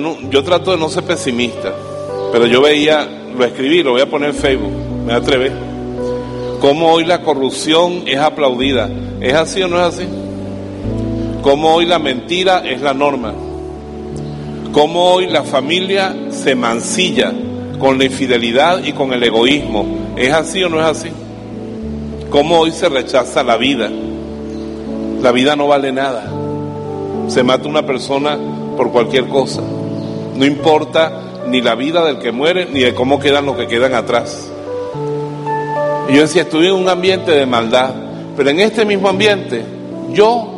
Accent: Venezuela; Yo soy venezolano, pero estudié el seminario en Caracas, en Colombia y en España.

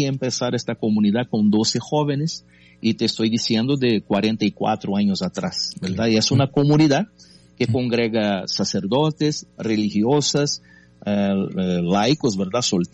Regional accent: Brazil; first language Portuguese; Spanish is a second language; yo soy brasileño, ¿verdad? Claro. Yo hablo portugués y este es mi país, Brasil.

